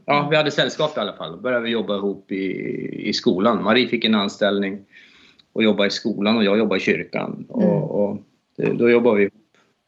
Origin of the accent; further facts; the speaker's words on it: Lycksele, Västerbotten County, Sweden; moved away; also born or lived in Storuman; Jag är från Lycksele, Storuman. Eller Lycksele, ja, de två platserna räknas som min hem.